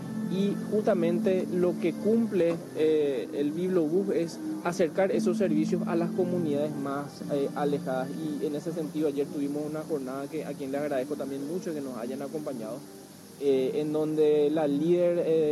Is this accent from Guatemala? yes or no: no; Paraguay; como paraguayos verdaderamente tenemos que decir de que estamos a la vanguardia en materia de primera infancia.